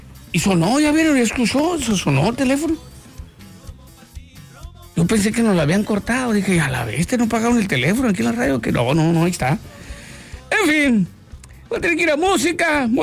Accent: Guaymas, Sonora, Mexico; now in Hermosillo, Mexico; Todo aquel que nos venimos a Hermosillo a trabajar o a estudiar, y aquí nos quedamos, y somos de Guaymas, no dejamos de amar Guaymas.

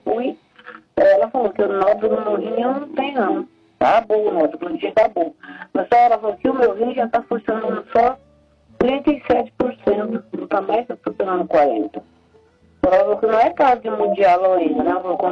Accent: Dourados, Mato Grosso do Sul, Brazil; Eu sou de Dourados, irmão.

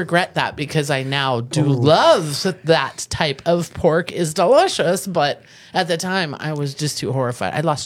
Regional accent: San Jose, California, United States; I grew up in San Jose.

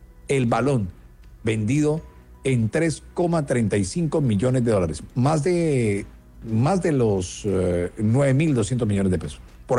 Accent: Colombia

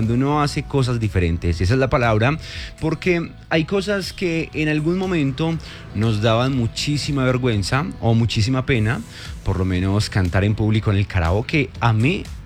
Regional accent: Colombia; O uno como colombiano sabe que está hundido

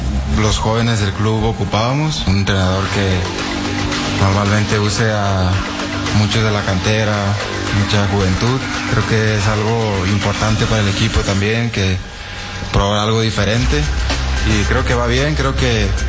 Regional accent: Mexico; somos mexicanos, somos un país que está muy unido

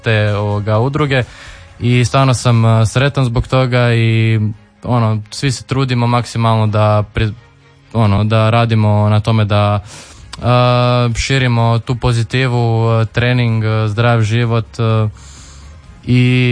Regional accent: Zagreb, City of Zagreb, Croatia; a i mi dečki smo koji smo s Jaruna

